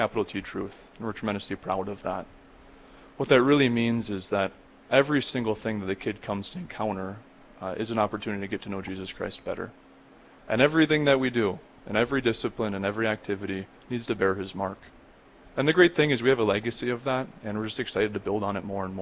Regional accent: Rapid City, South Dakota, United States; But I grew up here in Rapid City, born and raised right across the street from the cathedral, and went to school here at St. Thomas More for the entirety of my education within the Rapid City Catholic school system.

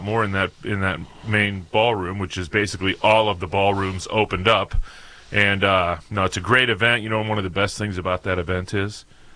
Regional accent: St. Louis, Missouri, United States; You spent last weekend in my hometown.

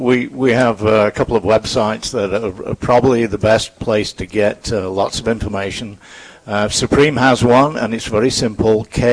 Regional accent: England, United Kingdom; also born or lived in Canada; now in Minnesota, United States; originally from England, but then lived in Canada for many years.

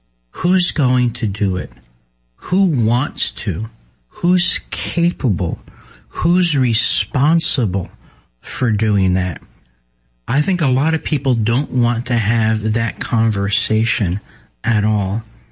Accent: Newark, New Jersey, United States; I'm from Newark, New Jersey.

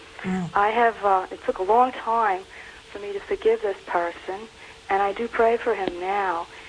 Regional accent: Massachusetts, United States; I'm from Massachusetts.

